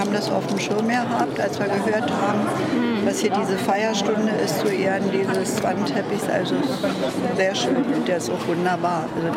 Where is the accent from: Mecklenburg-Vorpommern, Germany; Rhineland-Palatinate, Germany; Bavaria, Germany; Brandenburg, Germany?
Brandenburg, Germany; Nee, wir sind Brandenburger.